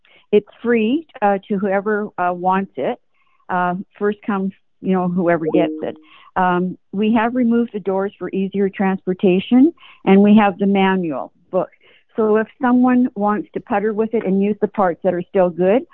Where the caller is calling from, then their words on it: Portage la Prairie, Manitoba, Canada; Portage la Prairie.